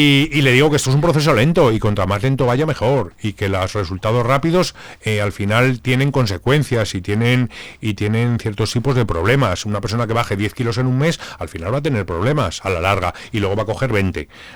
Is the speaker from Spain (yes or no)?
yes; Zamora, Castile and León, Spain; yo soy de Zamora.